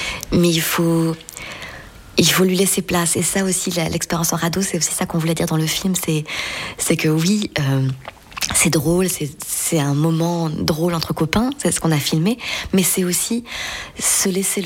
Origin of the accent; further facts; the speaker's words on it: Brittany, France; moved away; Moi, je viens de la mer, j'ai grandi en Sud-Bretagne, et je ne connaissais pas la rivière avant de connaître Emilien.